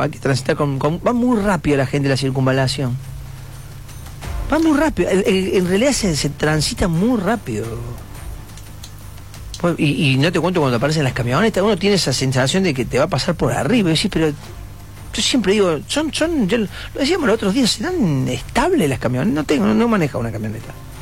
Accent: Córdoba, Argentina; los cordobeses

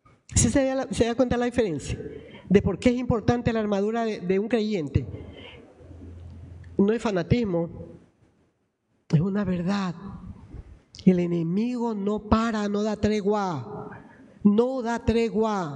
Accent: Guayaquil, Guayas, Ecuador; born there; Usted dígale gracias porque nací en Guayaquil. Nunca reniegue donde nació.

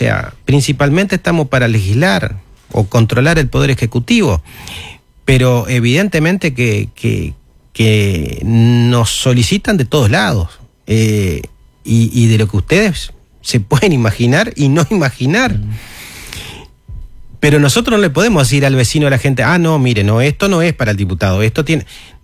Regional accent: Salto, Uruguay

